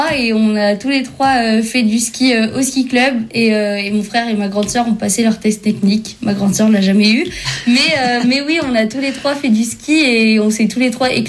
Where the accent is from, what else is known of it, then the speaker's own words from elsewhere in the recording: Ceillac, Provence-Alpes-Côte d'Azur, France; moved away; je viens de Seillac, dans les Hautes-Alpes. C'est là où j'ai appris à skier, où j'ai grandi et où je reviens dès que j'ai un peu de temps aujourd'hui.